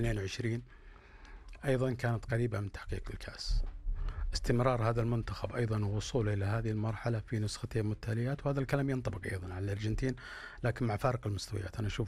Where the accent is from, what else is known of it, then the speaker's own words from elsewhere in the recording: Saudi Arabia; أنا بالنسبة لي كسعودي